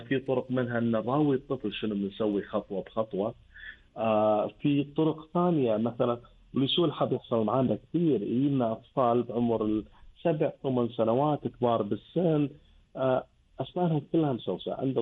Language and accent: Arabic; Kuwait; وهذه أكثر الشغلات الأغلاط الشائعة عندنا بالكويت.